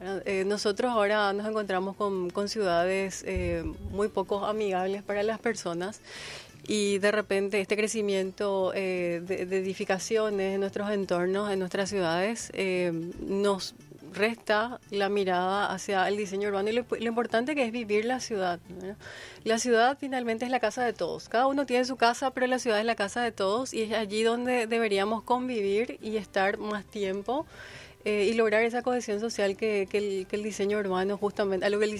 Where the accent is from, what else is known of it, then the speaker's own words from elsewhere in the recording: Paraguay; los paraguayos, en estos últimos acontecimientos, salimos al centro de Asunción, llenamos las calles con un fervor y con un festejo bastante amigable.